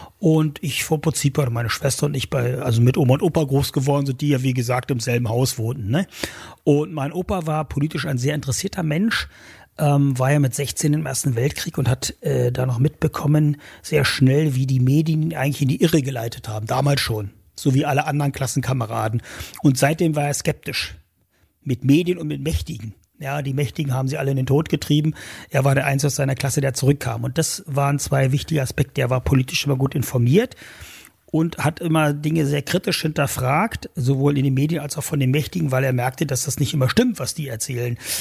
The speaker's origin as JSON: {"language": "German", "region": "Saxony-Anhalt", "country": "Germany", "tie": "born or raised there", "said": "Also prinzipiell wohne ich sehr, sehr gerne hier. Ich bin ja in der Altmark geboren und groß geworden."}